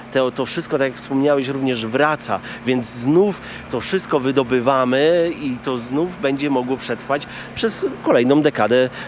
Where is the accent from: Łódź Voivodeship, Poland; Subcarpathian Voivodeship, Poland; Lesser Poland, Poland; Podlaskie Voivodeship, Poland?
Łódź Voivodeship, Poland; Zduńska Wola; Ja, jeżeli mogę powiedzieć, to jestem ze Zduńskiej Woli, ale to jest w sumie niedaleko.